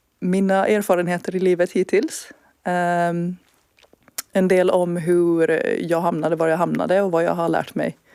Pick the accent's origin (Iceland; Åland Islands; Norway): Åland Islands; moved away as an adult; also born or lived in Australia; Oj, jag bodde här tills jag var 20, tror jag.